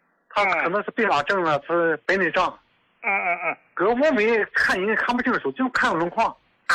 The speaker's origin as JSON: {"language": "Chinese", "town": "Dalian", "region": "Liaoning", "country": "China", "said": "我是大连的。"}